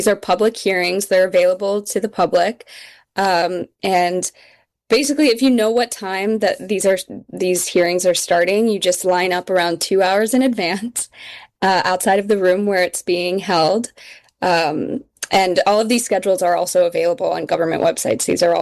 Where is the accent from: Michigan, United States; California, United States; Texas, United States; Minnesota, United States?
Minnesota, United States; I was actually born in Minnesota